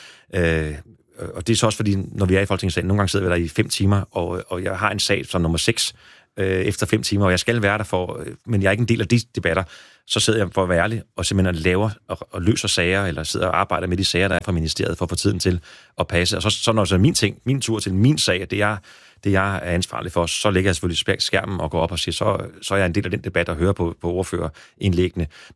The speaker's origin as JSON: {"language": "Danish", "town": "Næstved", "region": "Zealand", "country": "Denmark", "tie": "born or raised there", "said": "Jamen, jeg var blevet konfirmeret, købte jeg et brugt stereoanlæg der hjemme på Kildemarksvej i Næstved."}